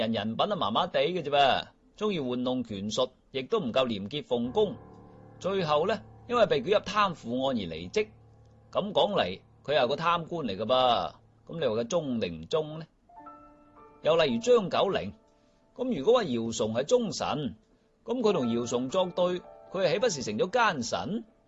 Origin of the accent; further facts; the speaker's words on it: China; 我发现我哋中国人自古以嚟咧